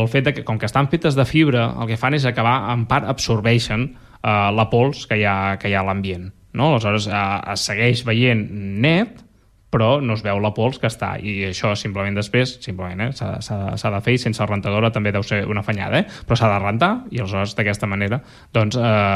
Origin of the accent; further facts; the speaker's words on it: Catalonia, Spain; En castellà, tapetes. Però com que som catalans, tapets.